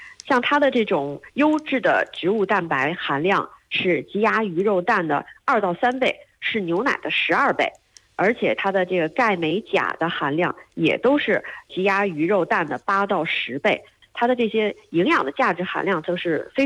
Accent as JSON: {"language": "Chinese", "country": "China", "said": "咱们国家"}